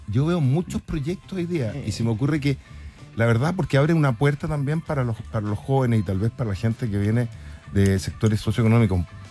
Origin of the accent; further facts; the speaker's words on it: Viña del Mar, Valparaíso, Chile; Yo soy viñamarino, así que yo soy del Everton, efectivamente.